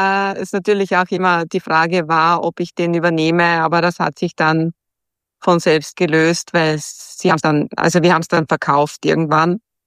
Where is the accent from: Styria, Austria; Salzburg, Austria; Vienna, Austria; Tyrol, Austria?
Styria, Austria; Groß Klein; ich bin in einem Dorf aufgewachsen am Land. Das hieß Groß-Klein.